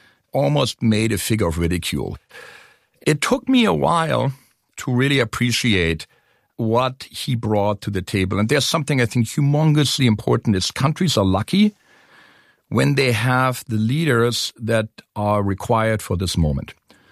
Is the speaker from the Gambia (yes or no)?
no; West Berlin, Berlin, Germany; So I was born in West Berlin, the divided city.